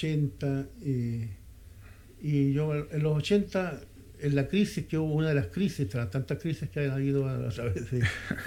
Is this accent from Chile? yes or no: yes; Yerbas Buenas, Maule, Chile; also born or lived in Linares / Colbún; yo soy oriundo de Hierbas Buenas, comuna de Linares también.